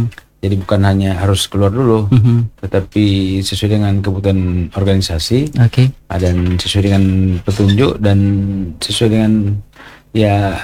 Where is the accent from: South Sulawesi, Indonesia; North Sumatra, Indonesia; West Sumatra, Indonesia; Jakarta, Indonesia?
South Sulawesi, Indonesia; Tana Toraja; Ya kebetulan memang saya dilay dari Sulawesi Selatan, saya dari Tanah Toraja.